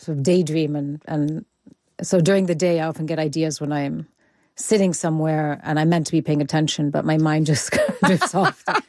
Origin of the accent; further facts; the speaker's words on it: Mexico; English is a second language; now in United Kingdom; actually, I feel more British-Mexican. Mm-hmm. I've lived here longer than anywhere else. And apart from my accent, it's very much the English